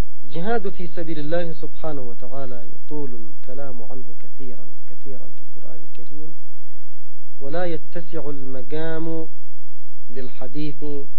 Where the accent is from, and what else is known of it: Yemen